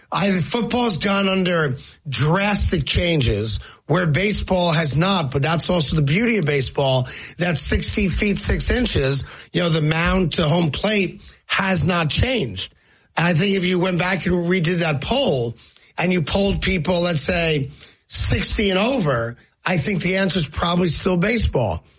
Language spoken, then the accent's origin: English; East Coast, United States; born or raised there